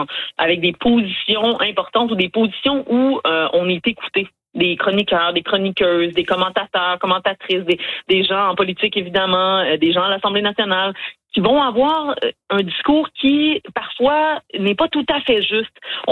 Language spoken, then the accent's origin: French; Sherbrooke, Quebec, Canada; also born or lived in Montreal; now in Gatineau, Canada; Je viens de Sherbrooke, j'habite à Montréal, j'habite maintenant à Gatineau.